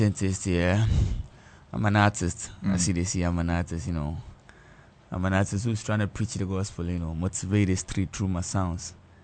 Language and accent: English; Sekondi-Takoradi, Western Region, Ghana; I'm from Sekendi, and the thing is, me Sekendi, I didn't rep every hood. I mean, you know, hood, I'm from Sekendi. Asemen Sudo, Sankwana, 5-1, Anafo, like everywhere, I mean, you know, I swear. I wasn't born there, though